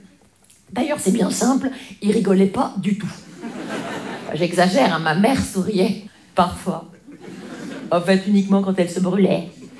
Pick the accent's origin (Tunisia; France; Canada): France; Grand Est; savez, moi, je viens des Vosges.